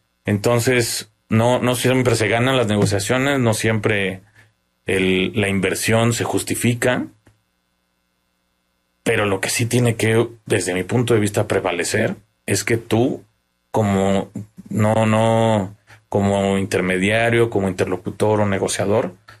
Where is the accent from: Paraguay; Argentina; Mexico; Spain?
Mexico; Bajío; yo que soy del Bajío, pues tenemos usos y costumbres distintas a la Ciudad de México.